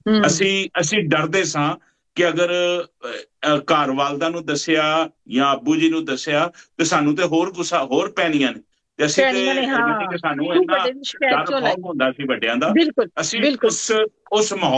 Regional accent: Lahore, Punjab, Pakistan; ਮੇਰਾ ਨਨਿਆਲ ਵੀ ਉੱਥੇ ਆ ਤੇ ਉੱਥੇ ਹੀ ਮੈਂ ਪੈਦਾ ਹੋਇਆ। ਤੇ ਉਸ ਤੋਂ ਬਾਅਦ ਫਿਰ ਲਾਹੌਰ ਦਾ ਇਲਾਕਾ ਹੈਗਾ ਆਪਣਾ ਨੈਸ਼ਨਲ ਟਾਊਨ, ਉੱਥੇ ਮੈਂ ਮੇਰਾ ਬਚਪਨ ਗਰੋ ਹੋਇਆ ਸਾਰਾ।

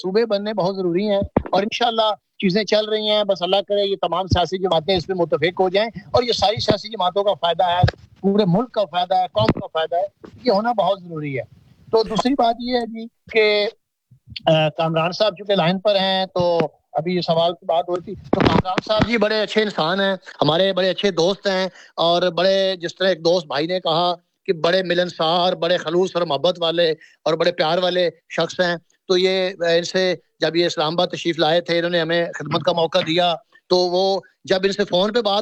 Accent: Punjab, Pakistan; ہم زیادہ لوگ پنجاب کے رہنے والے ہیں میرا خیال ہے

